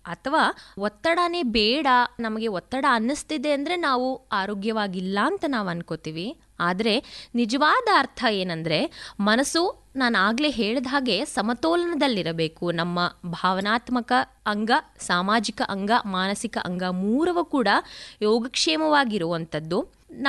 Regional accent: Mysuru, Karnataka, India; ನನ್ನ ಊರು ಮೈಸೂರು.

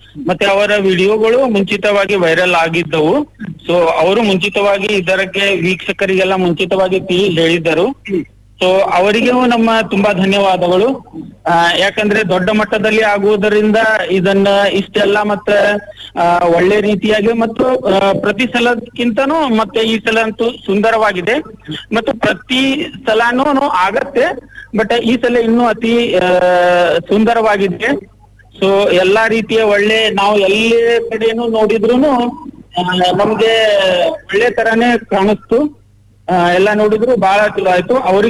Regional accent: Narendra, Karnataka, India; ಈ ನರೇಂದ್ರ ನಮ್ಮ ಊರು, ಇಲ್ಲೇ ಪಕ್ಕದ ಹತ್ರನೇ.

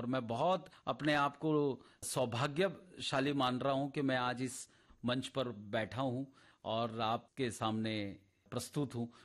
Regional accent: Ahmedabad, Gujarat, India; वो हमारे अहमदाबाद में ही, अहमदाबाद हमारा जो एक मोहल्ला है, जो हमारा गांव है छारा नगर गांव, तो वहां पर रहते थे।

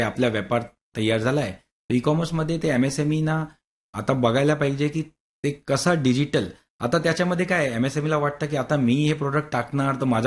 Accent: Varanasi, Uttar Pradesh, India; आमच्या गाव काशीमध्ये आहे

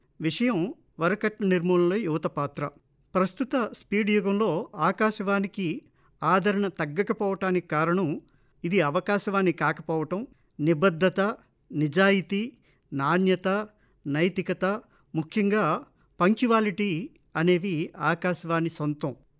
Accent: Vizianagaram, Andhra Pradesh, India; born there; విజయనగరంలో మా ఇంట్లో రేడియో లేనప్పుడు పబ్లిక్ పార్కులకు వెళ్ళి రేడియో ముఖ్యంగా సాయంత్ర సమయంలో వినేవాళ్ళం.

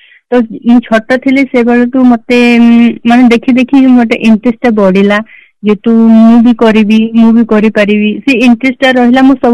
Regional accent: Kangarapada, Odisha, India; ମୋ ବ୍ଲକ ହେଉଛି ଲମତାପୁର, ମୋ ଗାଁ ହେଉଛି କାଙ୍ଗରାପଡ଼ା, ଆଉ ମୋ ଡିଷ୍ଟ୍ରିକ୍ଟ ହେଉଛି କୋରାପୁଟ।

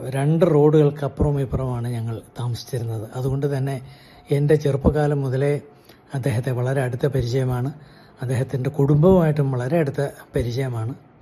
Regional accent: Thiruvananthapuram, Kerala, India; born there

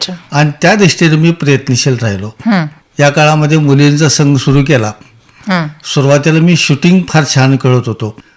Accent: Kini, Maharashtra, India; माझं मूळ गाव किणी आहे.

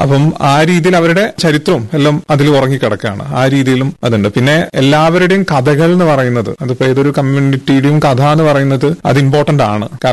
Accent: Kozhikode, Kerala, India; moved away as an adult; also born or lived in Delhi; ഞാൻ വരുന്നത് കോഴിക്കോട് നിന്നാണ്. നമ്മുടെ കൊളോണിയലിസ്റ്റിന്റെ ഹിസ്റ്ററി പറയുകയാണെങ്കിൽ അത് തുടങ്ങുന്ന ഒരു സ്ഥലമാണ് കോഴിക്കോട് എന്ന് പറയുന്നത്.

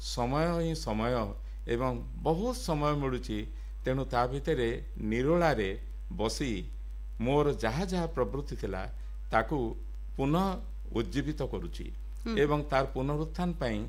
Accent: Balangir, Odisha, India; born there; କାରଣ ବଲାଙ୍ଗୀରଟା ମୋ ଜନ୍ମସ୍ଥାନ ଏବଂ ବଲାଙ୍ଗୀରକୁ ମୁଁ ଅତି ନିପିଡ଼ ଅନ୍ତରଙ୍ଗ ଭାବେ ଭଲ ପାଏ।

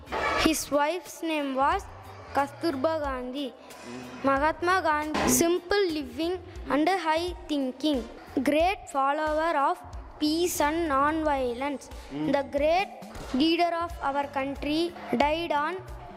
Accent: Chithalandur, Tamil Nadu, India; I am coming from சித்தலந்தூர்.

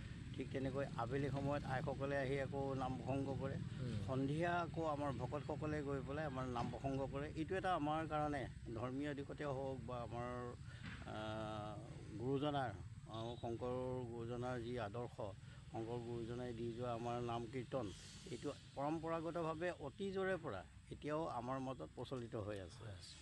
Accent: Gachbari, Assam, India; মোৰ ঘৰ গছবাৰী গাঁৱত আৰু জিলা আমাৰ মৰিগাঁও। আমি মৰিগাঁও জিলাৰ একেবাৰে আমি টাউনতে পৰোঁ, যদিও আমাৰ গাঁওখন টাউনত পৰে 8 নম্বৰ ৱাৰ্ড হিচাপে।

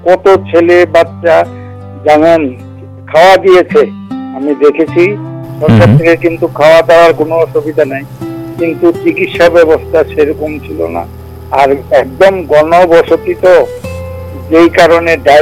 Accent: Agartala, Tripura, India; born there

